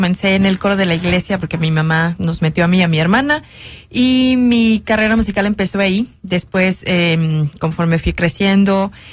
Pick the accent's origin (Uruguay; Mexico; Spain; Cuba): Mexico; moved away; Siento que la mexicanidad me tocó más estando lejos de mi patria, de mi tierra.